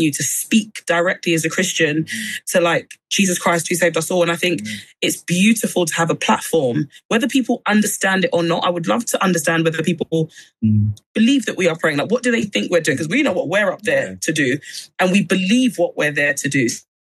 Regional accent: Nigeria; So I am a Nigerian. I'm raised as a Nigerian, which means that within our own culture, there is a big influence of culture on the religion.

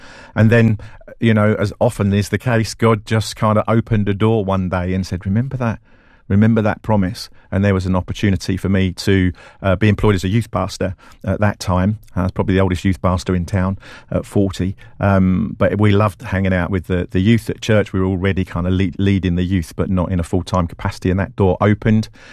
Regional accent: Southend-on-Sea, East of England, United Kingdom; also born or lived in Walthamstow, London; we moved out into Essex kind of after that. And I grew up, my sort of memorable childhood, if you like, what I can remember, was in Southend-on-Sea in Essex. And that's a real cool, fun place to kind of grow up.

